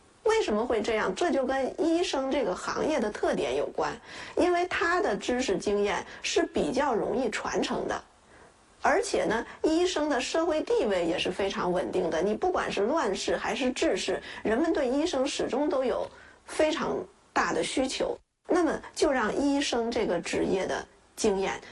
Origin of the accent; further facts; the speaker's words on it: China; 我们中国人去了解祖先